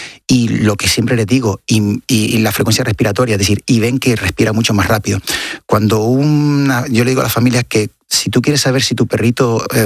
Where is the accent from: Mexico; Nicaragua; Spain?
Spain; Canary Islands; now in Madrid, Spain; yo lo estoy sufriendo ahora mismo aquí en Madrid, vengo de Canarias, que estamos a 26 graditos